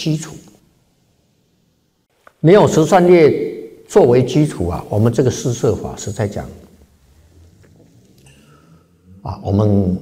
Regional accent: China; 我们中国人有一句话讲啊，礼多人不怪嘛啊

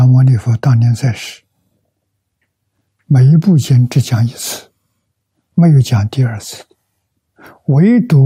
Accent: China; 我们中国人记载着3000年

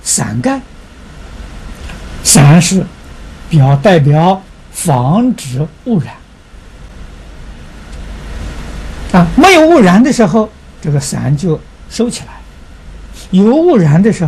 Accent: China; 忉利天，我们中国人称这个天主啊叫玉皇大帝

